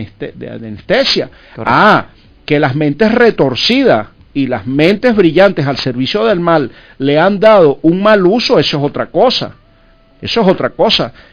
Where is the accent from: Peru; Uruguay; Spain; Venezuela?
Venezuela; Nosotros los venezolanos somos abiertos, somos hospitalarios